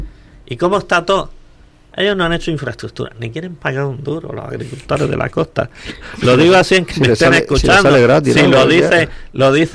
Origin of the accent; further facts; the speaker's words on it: Adra, Andalusia, Spain; Como soy nativo de allí, no quiero saberlo encima.